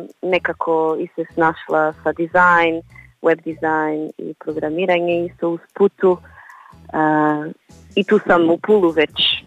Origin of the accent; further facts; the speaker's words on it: Portugal; Croatian is a second language; Ne znam ako je neko rekao, ali ja sam inače iz Portugalu.